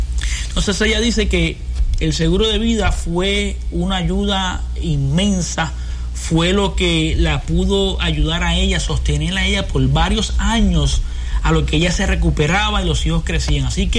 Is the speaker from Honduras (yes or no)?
no; Puerto Rico; como buen puertorriqueño o hispanos que somos